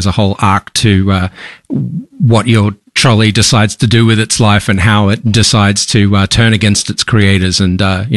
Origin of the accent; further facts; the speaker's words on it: Australia; Also, we're Australian indie developers.